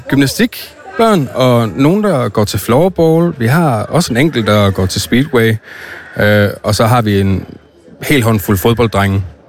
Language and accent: Danish; Central Denmark Region, Denmark; alle sammen i lokalforeninger i Bording Ikast, hvor jeg kommer fra.